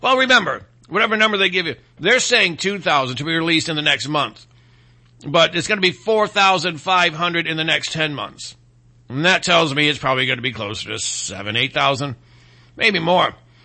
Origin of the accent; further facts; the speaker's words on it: Michigan, United States; from my home state of Michigan.